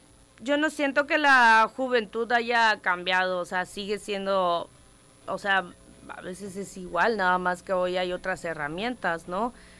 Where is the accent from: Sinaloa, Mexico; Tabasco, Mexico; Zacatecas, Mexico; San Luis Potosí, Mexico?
Tabasco, Mexico